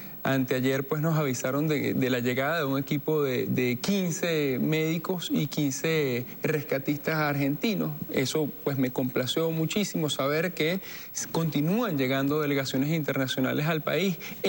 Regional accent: Venezuela; no nos debemos limitar como venezolanos

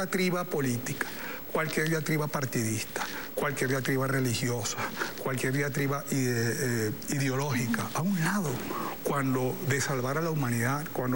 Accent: Venezuela; es el renacimiento de nosotros como individuos, como venezolano.

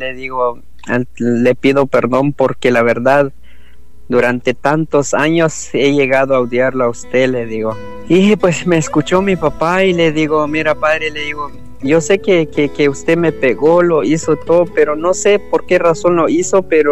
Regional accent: Guatemala; now in United States; le digo que soy de Guatemala, mis padres están en Guatemala, yo estoy aquí en Estados Unidos

